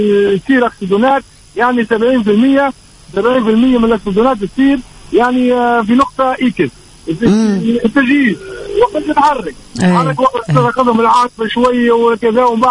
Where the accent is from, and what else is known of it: Tunisia